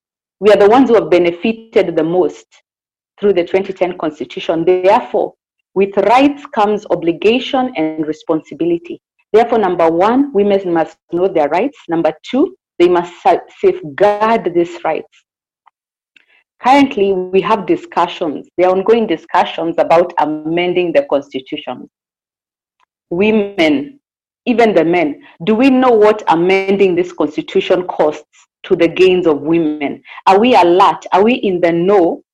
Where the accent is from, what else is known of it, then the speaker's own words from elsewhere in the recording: Kajiado County, Kenya; As people of the South Rift, let us calm down. I am from Kajiado County.